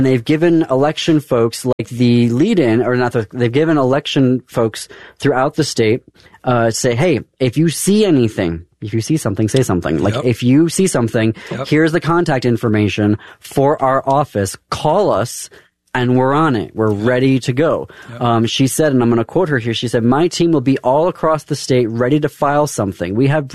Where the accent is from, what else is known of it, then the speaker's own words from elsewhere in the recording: Michigan, United States; obviously I come from Michigan